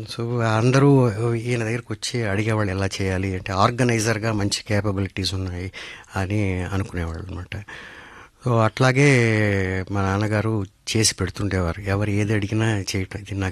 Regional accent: Tamil Nadu, India; తమిళనాడులోనే పుట్టాను, పెరిగాను, ఇప్పుడు మీ ముందు కూర్చుని ఇలా స్వచ్ఛంగా తెలుగులో మాట్లాడుతున్నాను

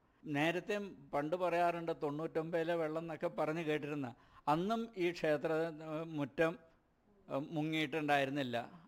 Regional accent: Uliyannoor, Kerala, India; ഞാൻ ഉളിയന്നൂർ സ്വദേശി തന്നെയാണ്.

